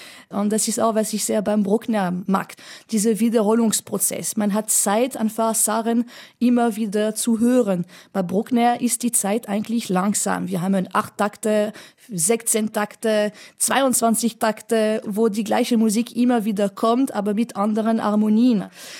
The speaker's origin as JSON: {"language": "German", "town": "Chartres", "region": "Centre-Val de Loire", "country": "France", "tie": "born or raised there", "second_language": "German", "said": "eine schöne Kathedrale wie die von Chartres, wo ich aufgewachsen bin, repräsentiert das sehr, sehr gut."}